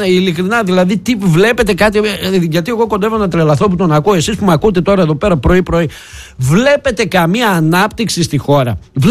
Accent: Greece; Εγώ σαν Έλληνας πολίτης

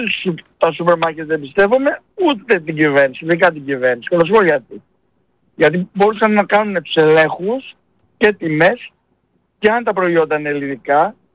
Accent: Greece; Και δεν το λέω επειδή είμαι Έλληνας, το λέω επειδή λέω την αλήθεια.

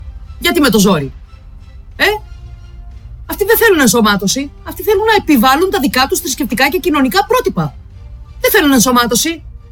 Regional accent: Greece; είμαι Ελληνίδα, πατριώτισα, που σέβεται την παράδοσή της, τα ήθη, τα έθιμα και τις αξίες της, που τιμά τη χώρα που τη γέννησε

